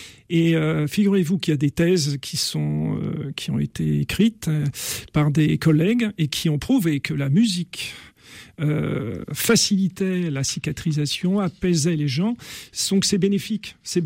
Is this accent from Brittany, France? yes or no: yes; Rennes, Brittany, France; moved away as an adult; now in Saint-Nazaire, France; Oui, je suis né à Rennes, mais j'ai passé toute ma carrière professionnelle sur Saint-Nazaire.